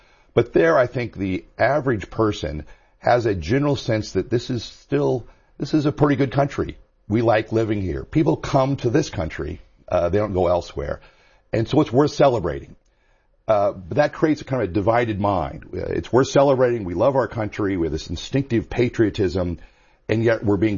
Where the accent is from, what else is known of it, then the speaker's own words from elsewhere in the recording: California, United States; California, in the Central Valley of California, which, interestingly enough, has almost no...